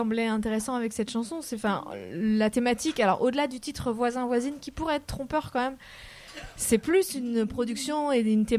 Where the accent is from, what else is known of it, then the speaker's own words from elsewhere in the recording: Brittany, France; Moi, je viens du Finistère